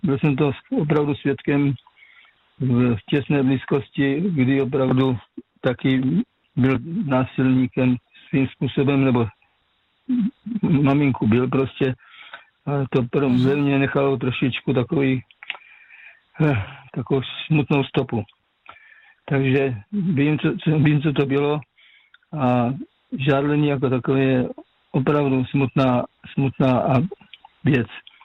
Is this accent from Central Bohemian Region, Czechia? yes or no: no; South Moravian Region, Czechia; now in Kopřivnice, Czech Republic